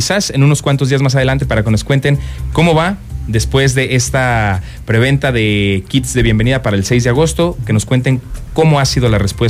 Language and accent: Spanish; San Luis Potosí, Mexico; nosotros somos de San Luis